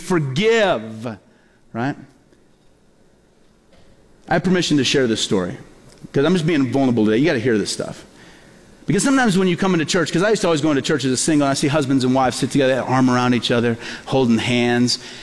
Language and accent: English; Peoria, Illinois, United States; born or raised there